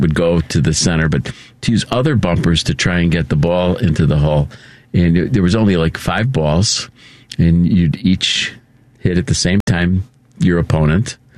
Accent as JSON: {"language": "English", "region": "Illinois", "country": "United States", "tie": "born or raised there", "said": "Foster? I grew up on Foster."}